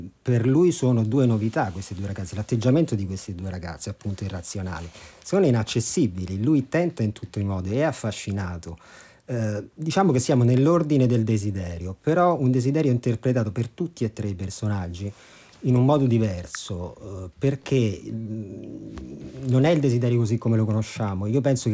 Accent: Rome, Lazio, Italy; io sono di Roma

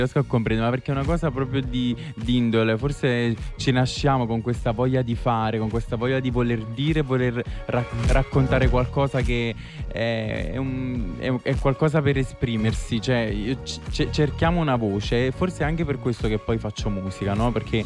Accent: Marcianise, Campania, Italy; also born or lived in Salerno; io in realtà sono di Marcianise, provincia di Caserta, però ovviamente le mie origini, e lo voglio dire, sono napoletane, perché i miei nonni sono napoletani, quindi il mio sangue è un po' napoletano.

